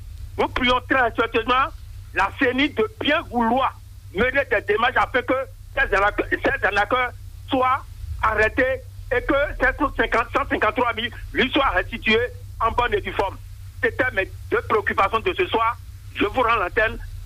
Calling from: Porto-Novo, Ouémé, Benin; en direct depuis Port-Nouveau

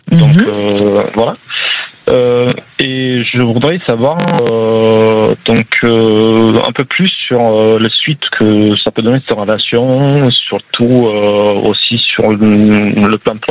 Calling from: Occitanie, France

